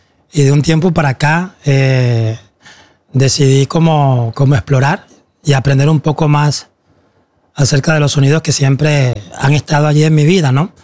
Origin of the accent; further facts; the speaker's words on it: Colombia; now in Oslo, Norway; Y luego que me mudé a Oslo, aunque siempre había tocado percusión en Colombia